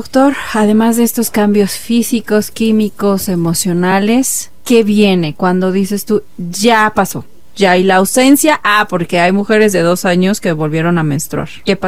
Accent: Mexico; somos el mexicano

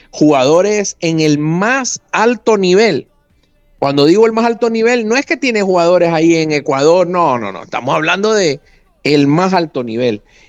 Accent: Honduras

